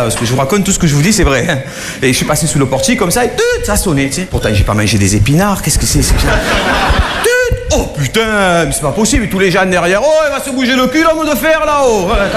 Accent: France; Oui, on va vous faire la cuisine, on est français, vous inquiétez pas, laissez-nous faire

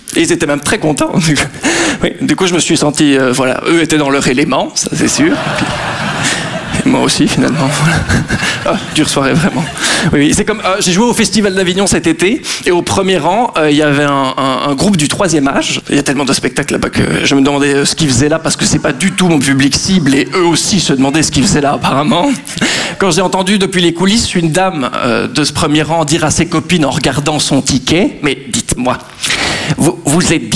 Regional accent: Belgium; Je suis belge.

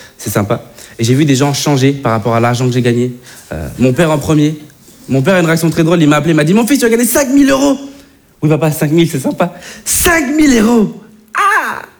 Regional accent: Bordeaux, Nouvelle-Aquitaine, France; Moi je viens de Bordeaux, je sais pas s'il y en a qui me connaissent par applaudissement dans la salle.

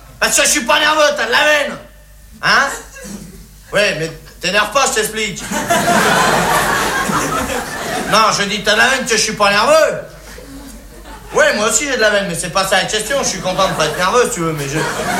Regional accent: France; Les français, c'est des cons, oui, ben je suis bien placé, hein, je suis français.

